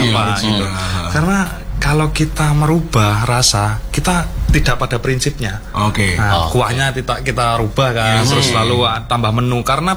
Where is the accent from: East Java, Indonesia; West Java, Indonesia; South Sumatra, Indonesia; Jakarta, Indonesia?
East Java, Indonesia; Malang; born or raised there; also born or lived in Wonogiri, Central Java